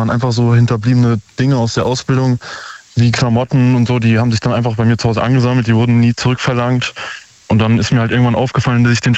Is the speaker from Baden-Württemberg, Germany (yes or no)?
no; Usingen, Hesse, Germany; Ich komme aus Usingen.